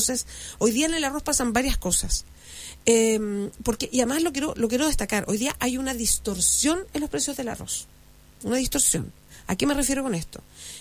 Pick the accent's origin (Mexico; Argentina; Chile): Chile; nosotros, como chilenos y chilenas, que éramos productores de azúcar, dejamos de producir azúcar.